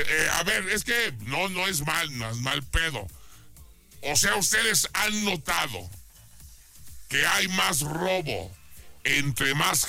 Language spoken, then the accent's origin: Spanish; Guadalajara, Jalisco, Mexico; Por ejemplo, yo soy de Guadalajara y no me vayan a creer que ando rateando.